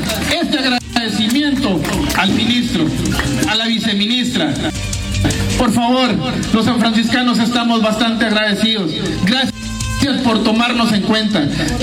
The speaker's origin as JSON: {"language": "Spanish", "town": "San Francisco", "region": "Petén", "country": "Guatemala", "said": "Hoy podemos decir como sanfranciscano"}